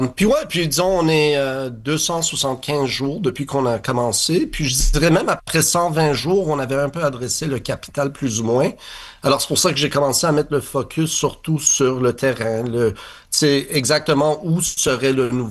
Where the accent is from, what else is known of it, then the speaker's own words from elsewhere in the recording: Montreal, Quebec, Canada; Justement, le fait que moi, je suis Montréalais, je suis Québécois, je suis ici, je suis bilingue, comme on dit, comme les autres le disent.